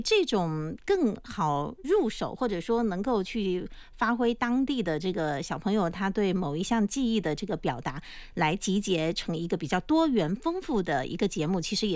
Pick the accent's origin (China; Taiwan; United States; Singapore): China; Fujian; 我们闽南人特别念家？我觉得是从小到大的一种根脉文化的认同感啊